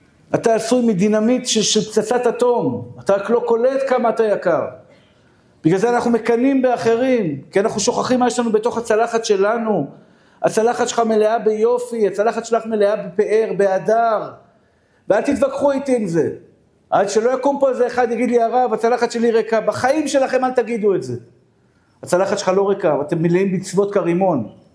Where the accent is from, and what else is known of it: Tel Aviv, Tel Aviv District, Israel; born there